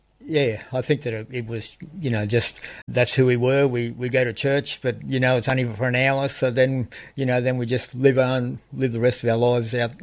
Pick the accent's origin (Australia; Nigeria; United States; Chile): Australia; Tenterfield, New South Wales; Yeah, grew up down in Tenterfield, down in northern New South Wales, and brought up on a dairy farm down there, so had the opportunity to ride all the calves and all the things like that, yeah.